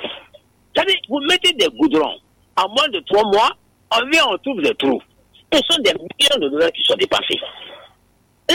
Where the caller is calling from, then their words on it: Conakry, Guinea; je suis à Madina, et je suis à côté de Mafanko, donc je connais.